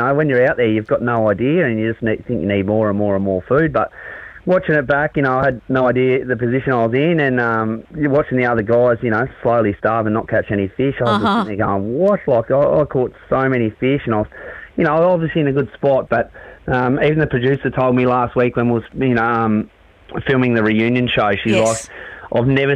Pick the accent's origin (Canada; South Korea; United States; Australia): Australia; Tasmania; growing up in Tassie and trout fishing my whole life up around the Highland Lakes